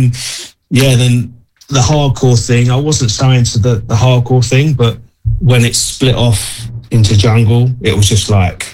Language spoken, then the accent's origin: English; Colchester, East of England, United Kingdom; born or raised there